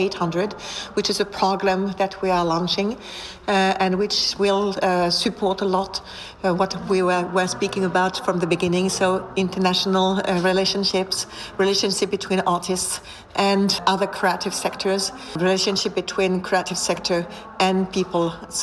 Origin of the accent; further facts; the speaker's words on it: France; English is a second language; moved away as an adult; now in Czech Republic; I'm a former dancer and choreographer, and I'm from France, and I arrived in Czech Republic, it's something like 25 years ago